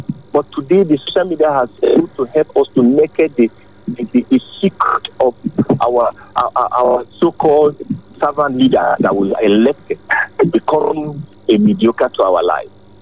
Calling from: Abuja, Federal Capital Territory, Nigeria; I'm calling all the way from Abuja.

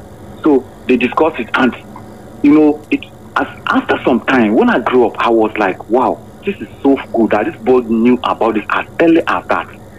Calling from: Makurdi, Benue, Nigeria; I'm calling from Manor Quarters here in Makurdi.

